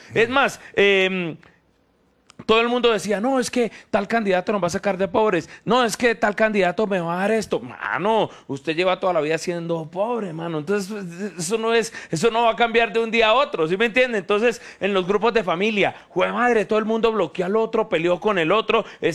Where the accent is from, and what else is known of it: Colombia